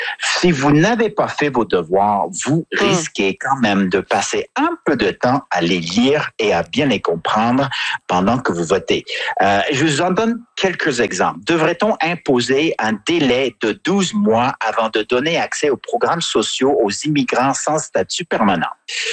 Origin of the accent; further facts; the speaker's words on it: Quebec, Canada; Je me permets juste en conclusion sur l'Alberta en tant que Québécois d'ajouter que je trouve quand même le processus en Alberta un peu chaotique.